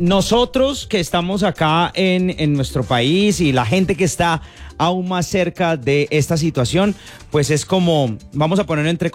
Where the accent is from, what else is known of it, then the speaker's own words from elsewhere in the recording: Colombia; somos colombianos